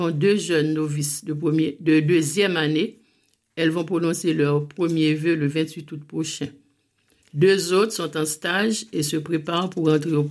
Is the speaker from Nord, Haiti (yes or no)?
no; Cabaret, Ouest, Haiti; moved away as an adult; also born or lived in Port-au-Prince; now in France; Les 4 premières sœurs sont arrivées dans ma paroisse à Cabaret.